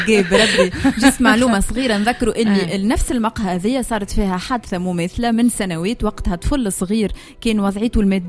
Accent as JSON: {"language": "Arabic", "town": "El Kef", "region": "Kef Governorate", "country": "Tunisia", "accent": "Kef dialect (speaking with the qaf)", "moved": "as an adult", "lives_now": "Tunis, Tunisia", "said": "أنا فخورة أني كافية وفخورة أني ما بدلتش لهجتي"}